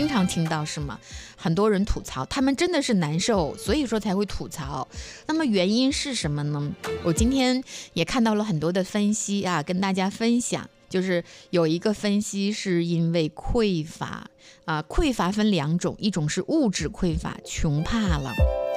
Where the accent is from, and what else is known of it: China